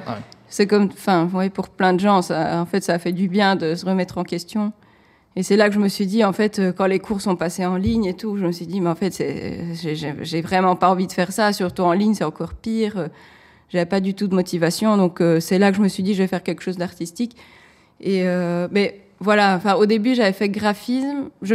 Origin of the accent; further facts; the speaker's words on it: Reni, Odesa Oblast, Ukraine; born there; French is a second language; Je suis née en Ukraine. Donc voilà.